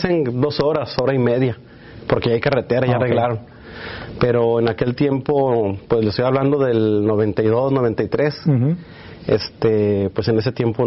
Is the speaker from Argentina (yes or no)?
no; El Yaqui, Sonora, Mexico; Entonces imagínense cuando llegan a mi pueblo, el Yaqui se llama. Llegan al pueblo y pues la persona que iba atrás toda polveada. No había carretera hidráulica.